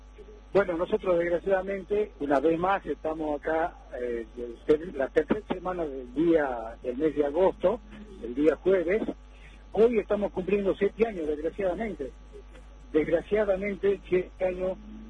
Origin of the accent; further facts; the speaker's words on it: Jujuy, Argentina; somos 514 familias jujeñas